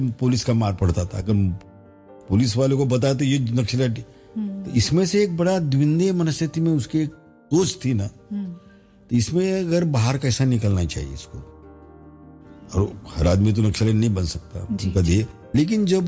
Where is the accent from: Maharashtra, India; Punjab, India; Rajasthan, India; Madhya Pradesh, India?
Maharashtra, India; Chandrapur district; born there; नोरगांव में हुई, चंद्रपुर जिले में